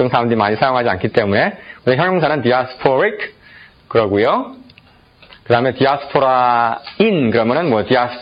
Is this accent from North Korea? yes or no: no; South Korea; born there; 여러분들 다 한국에서 태어났죠. 저도 한국에서 태어났고.